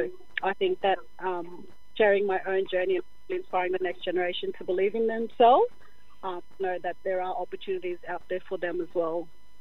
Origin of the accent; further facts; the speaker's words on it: Cairns, Queensland, Australia; I'm a proud Samu and Panai woman from Mabiyog. So I was born and raised in Cairns.